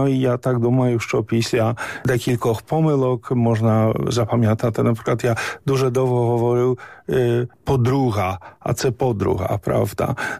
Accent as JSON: {"language": "Ukrainian", "country": "Poland", "second_language": "Ukrainian", "said": "Але, ну, я Поляк. Вони були Поляки, римокатолики. Тобто в мене немає жодної ідентичності української."}